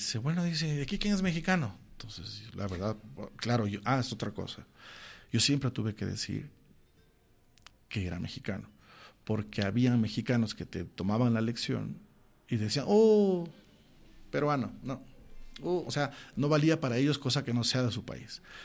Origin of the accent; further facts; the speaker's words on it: Quito, Pichincha, Ecuador; Y yo también soy ecuatoriano. Me dice, tú ecuatoriano. Le digo así, ¿de qué parte? Le digo, yo soy de Quito.